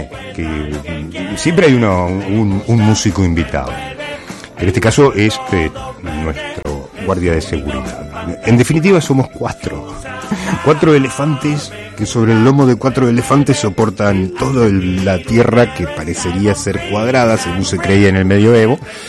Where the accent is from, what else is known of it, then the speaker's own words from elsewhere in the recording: Argentina; Somos argentinos todos los días